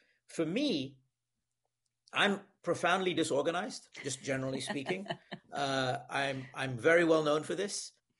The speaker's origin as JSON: {"language": "English", "country": "Singapore", "tie": "born or raised there", "said": "I first encountered this with rubber trees when I was growing up in Singapore."}